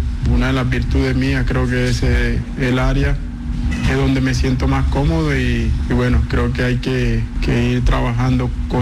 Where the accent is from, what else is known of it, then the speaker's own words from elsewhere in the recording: Tierralta, Córdoba, Colombia; soy de Tierra Alta, un pueblo cercano a Montería, que es la capital de Córdoba, y muy cerca a toda la costa Caribe, Cartagena, Barranquilla.